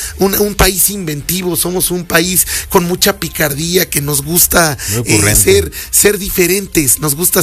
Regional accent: Mexico; y eso es lo que nos hace tan especiales como mexicanos.

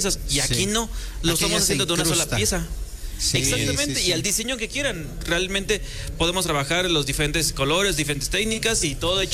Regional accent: San Nicolás de los Ranchos, Puebla, Mexico; born or raised there

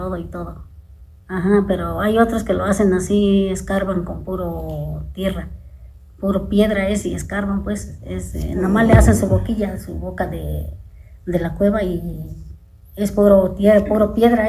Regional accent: Santa Ana Tepejillo, Mexico; Ajá, y ese es lo que hacemos aquí en mi pueblo de Santa Ana, Tepejillo.

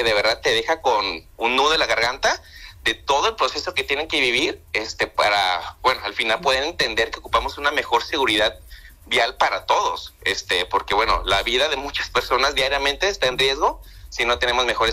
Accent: Tepic, Nayarit, Mexico; de Tepic, Nayarit, Secretaría de Movilidad.

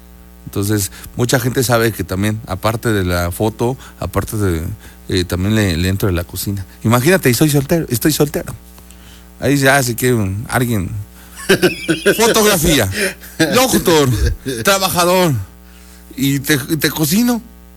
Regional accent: Puebla, Mexico; soy poblano, soy niño semita.

